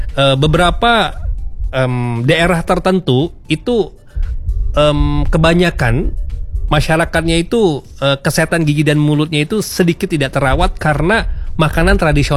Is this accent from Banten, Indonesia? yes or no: no; Palembang, South Sumatra, Indonesia; saya orang Palembang